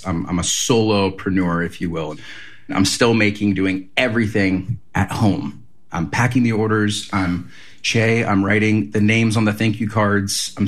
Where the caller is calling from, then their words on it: Cardiff by the Sea, California, United States; I am calling from Cardiff by the Sea, California. It's a small little beach town here in North County, San Diego.